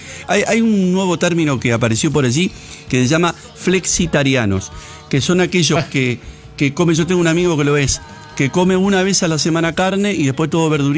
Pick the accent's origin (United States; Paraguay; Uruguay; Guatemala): Uruguay; now in Buenos Aires, Argentina; pero en Buenos Aires, yo que vine de Uruguay, que vine muy matero, el estilo es el café.